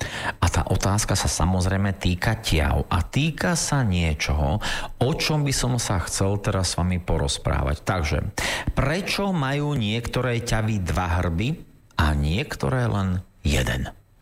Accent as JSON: {"language": "Slovak", "region": "eastern Slovakia", "country": "Slovakia", "said": "Totižto u nás na východe sa hovorí, neviem, či aj u vás, milí Nitrania a milí Zvolenčania a ďalší, neviem, či aj u vás sa to hovorí, ale u nás sa tak hovorí, že všetko so všetkým skapčano."}